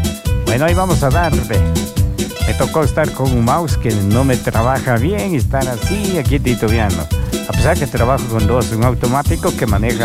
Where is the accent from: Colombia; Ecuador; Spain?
Ecuador